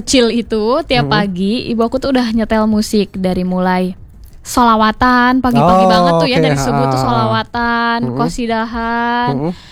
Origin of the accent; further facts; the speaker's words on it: Garut, West Java, Indonesia; …, aku ….